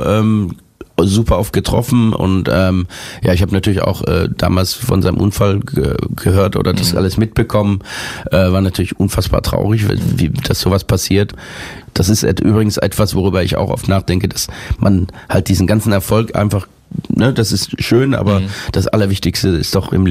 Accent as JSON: {"language": "German", "country": "Germany", "said": "Wenn ich als Deutscher englische Texte schreibe"}